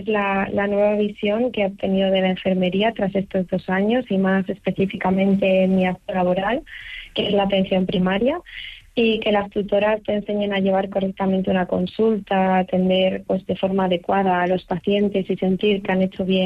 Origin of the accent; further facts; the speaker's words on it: León, Castile and León, Spain; now in Ibiza, Spain; porque yo soy de León y aunque lleve 2 años aquí en Eivissa todavía no hablo mucho catalán.